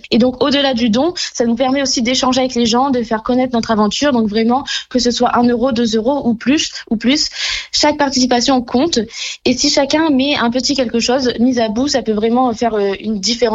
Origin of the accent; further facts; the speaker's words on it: Hauts-de-France, France; on vient de Thiérache, dans le Nord.